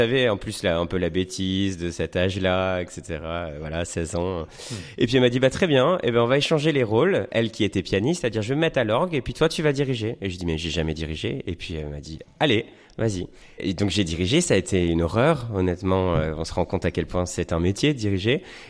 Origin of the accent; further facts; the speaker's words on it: Romorantin-Lanthenay, Centre-Val de Loire, France; je viens de Romorantin, en région centre.